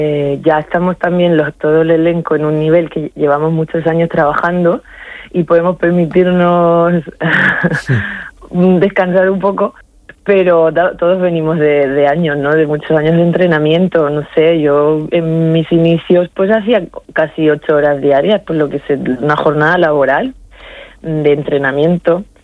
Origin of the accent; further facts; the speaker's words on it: Torre Pacheco, Region of Murcia, Spain; also born or lived in Cartagena; Nacida en Cartagena, pero me crié en Torre Pacheco.